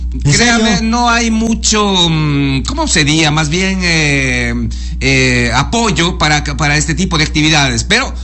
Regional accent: San Juan Bosco, Morona Santiago, Ecuador; now in Macas, Ecuador; Hoy hay feria en San Juan Bosco, mi tierra linda.

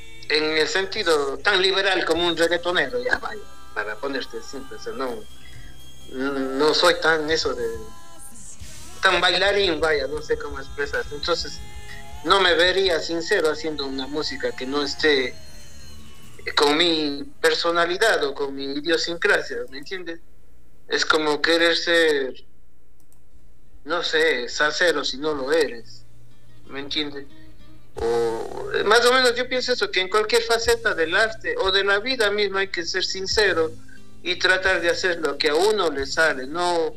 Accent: Cuenca, Azuay, Ecuador; yo soy cuencano, tengo un poco mi, ¿cómo se dice? Curuchupa.

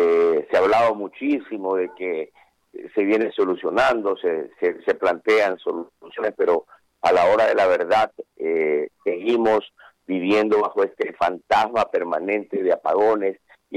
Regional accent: Ecuador; así somos los ecuatorianos.

